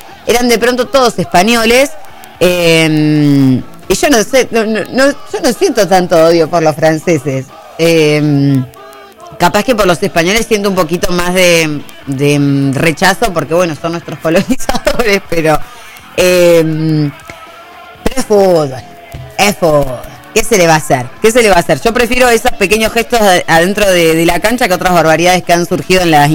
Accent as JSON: {"language": "Spanish", "country": "Argentina", "said": "al menos yo como argentina pretendo mucho más de la selección argentina."}